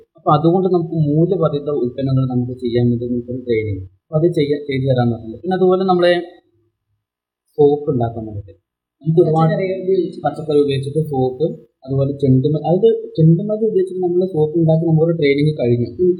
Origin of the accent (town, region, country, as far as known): Kannur district, Kerala, India